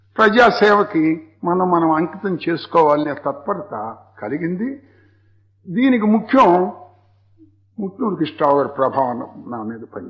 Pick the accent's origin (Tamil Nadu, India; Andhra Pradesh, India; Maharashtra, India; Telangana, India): Andhra Pradesh, India; మాది మా కంటసాల గ్రామం చాలా పెద్ద గ్రామం. చుట్టూ 13 గ్రామాలకు అది సెంటరు